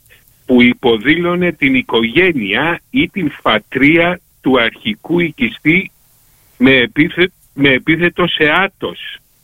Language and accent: Greek; Tzanata, Ionian Islands, Greece; born there; Τζανάτα, το χωριό μου είναι Τζανάτα.